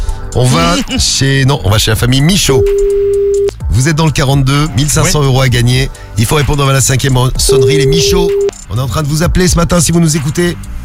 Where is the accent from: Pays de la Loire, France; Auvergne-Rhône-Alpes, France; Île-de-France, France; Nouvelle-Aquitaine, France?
Auvergne-Rhône-Alpes, France; Firminy; born there; Tu sais que c'est la ville où je suis né, à Firminy.